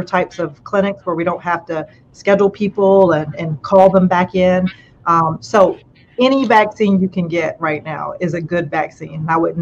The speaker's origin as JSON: {"language": "English", "region": "North Carolina", "country": "United States", "said": "I come from Eastern North Carolina. I very much come from a sense of it takes a village."}